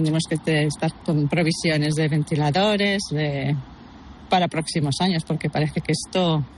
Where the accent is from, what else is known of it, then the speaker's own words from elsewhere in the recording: Zaragoza, Aragon, Spain; En general, yo vengo de Zaragoza y está bastante peor, pero no contaba con tanto calor aquí.